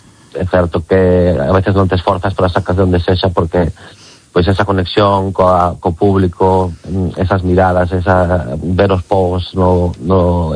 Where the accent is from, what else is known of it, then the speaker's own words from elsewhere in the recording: Galicia, Spain; Entendía que seríamos vascos, pero nada máis, non. Somos galegos, 100%.